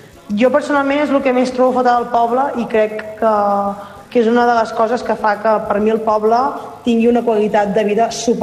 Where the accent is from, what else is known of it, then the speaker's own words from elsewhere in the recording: Prats de Lluçanès, Catalonia, Spain; now in Barcelona, Spain; Mireu, jo soc de Prats de Lluçanès, jo he viscut tota la meva vida allà, però des de fa uns anys estic vivint a Barcelona.